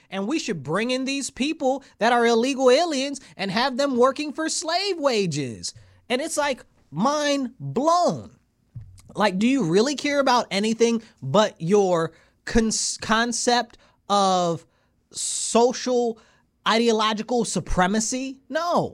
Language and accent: English; United States; Because I'm an American.